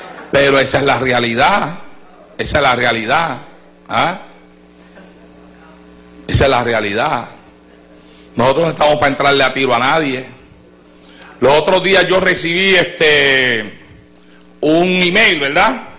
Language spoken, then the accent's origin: Spanish; Puerto Rico; moved away; cuando pastoreábamos en Puerto Rico, teníamos un culto de oración en nuestra iglesia allá en Puerto Rico